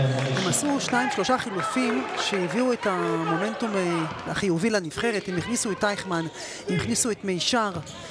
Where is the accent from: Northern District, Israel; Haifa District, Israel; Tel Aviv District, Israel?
Haifa District, Israel; Haifa; בתור חיפאית.